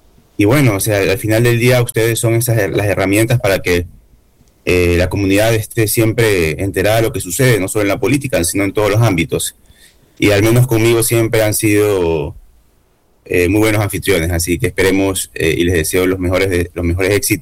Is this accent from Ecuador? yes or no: yes; Manta, Manabí, Ecuador; para nosotros en Manta y Manabí